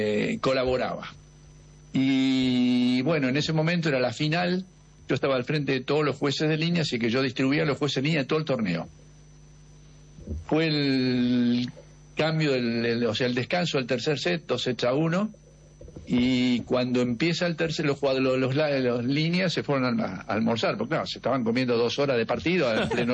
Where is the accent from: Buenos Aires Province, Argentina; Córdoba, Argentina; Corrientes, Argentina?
Buenos Aires Province, Argentina; Mar del Plata; Y nos vinimos a Mar del Plata